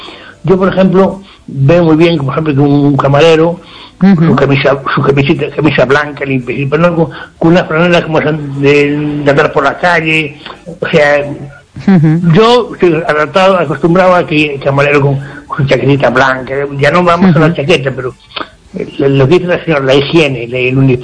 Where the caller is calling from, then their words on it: Ferrol, Galicia, Spain; aquí de Ferrol.